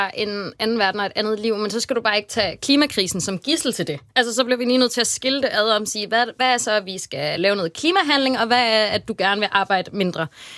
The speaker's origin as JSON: {"language": "Danish", "region": "Zealand", "country": "Denmark", "said": "nu er jeg selv fra Lolland Falster, der står for oversvømmelser"}